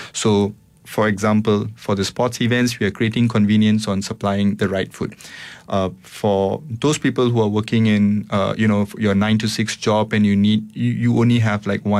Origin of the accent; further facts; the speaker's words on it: Seremban, Negeri Sembilan, Malaysia; I'm born and bred in Seremban